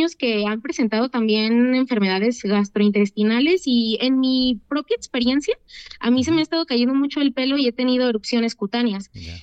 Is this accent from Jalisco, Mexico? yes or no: yes; Guadalajara, Jalisco, Mexico